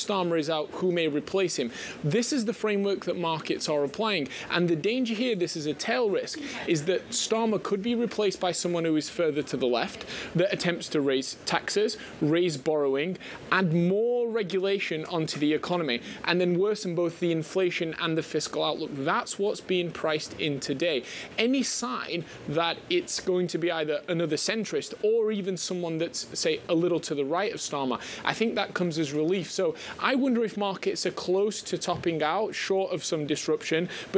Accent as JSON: {"language": "English", "country": "United Kingdom", "said": "I say this just as a Brit observing the politics"}